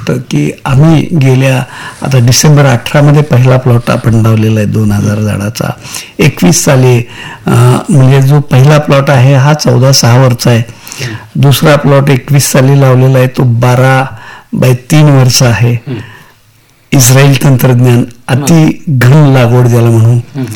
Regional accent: Aran, Maharashtra, India; born there; moved away; मी 1982 साली आमच्या गावातली पहिली बाग आरणला लावली होती.

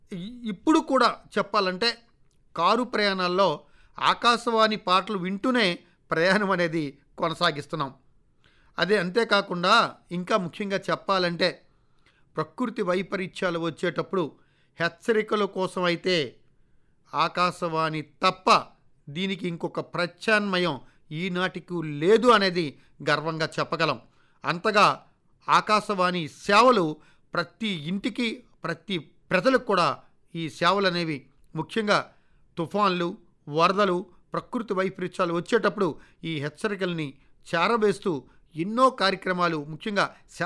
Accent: Srikakulam district, Andhra Pradesh, India; పుట్టి పెరిగింది శ్రీకాకుళం జిల్లాలోని రైతు కుటుంబంలో, ఒక మారుమూల కుగ్రామంలో.

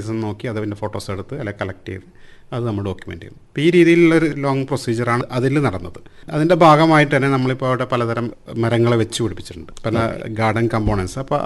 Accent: Pariyaram, Kerala, India; ഇപ്പം ഞാൻ പരിയാരം സ്വദേശിയാണ്.

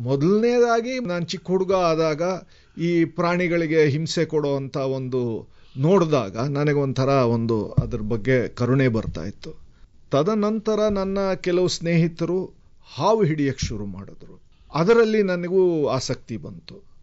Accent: Bengaluru, Karnataka, India; ನಾನು ಬೆಂಗಳೂರು

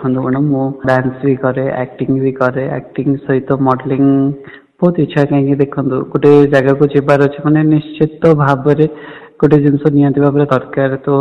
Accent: Rajpur, Odisha, India; ମୋ ଘର ହେଉଛି ରାଜପୁର ଆଉ ବ୍ଲକ ଉମରକୋଟ ନବରଙ୍ଗପୁର ଡିଷ୍ଟ୍ରିକ୍ଟରୁ ବିଲଙ୍ଗ କରୁଛି।

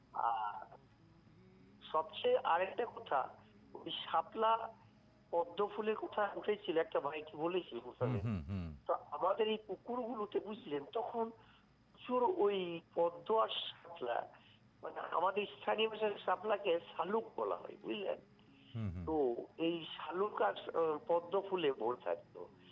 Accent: West Bengal, India; born there; আমি পশ্চিমবঙ্গের বীরভূম থেকে

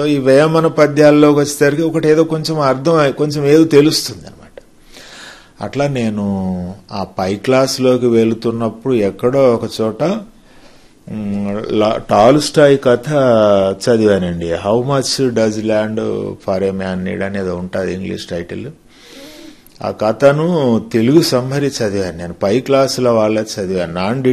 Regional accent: Vellampalli, Telangana, India; also born or lived in Vavilala / Godavarikhani; మాది వెల్లంపల్లి గ్రామము, ప్రస్తుతం భూపాలపల్లి జిల్లా టేకుమట్ల మండలంలోకి వస్తుంది. నేను చదువుకున్నది 5th వరకు మా ఊరు వెల్లంపల్లిలో చదువుకున్నాను.

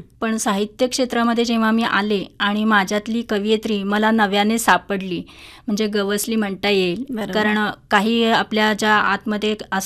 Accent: Pandharpur, Maharashtra, India; moved away as an adult; now in Devrukh, India; माझं मूळ गाव पंढरपूर आहे आणि पंढरपूर येथील कर्मवीर भाऊराव पाटील या कॉलेजमधून मी वाणिज्य क्षेत्रातील पदवी घेतली आहे.

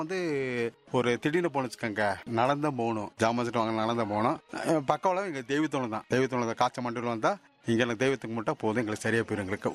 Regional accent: Agamalai, Tamil Nadu, India; ஆமா, அகமலை தான் சொந்த ஊரு.

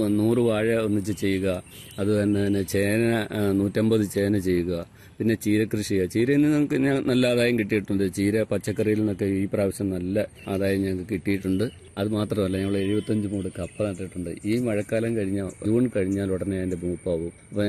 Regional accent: Pathanamthitta, Kerala, India; moved away as an adult; now in Eroor, Tripunithura, India; പത്തനംതിട്ടയാണ് എന്റെ നാട്. എല്ലാ കൃഷി അവിടെ ഉണ്ടായിരുന്നു.

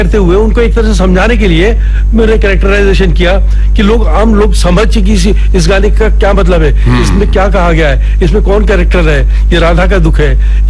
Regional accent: Jaipur, Rajasthan, India; जयपुर मेरे लिए पूरा खुला मंच था

